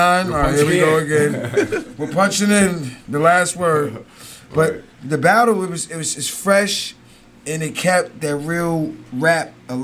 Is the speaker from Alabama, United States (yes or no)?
yes; Alabama, United States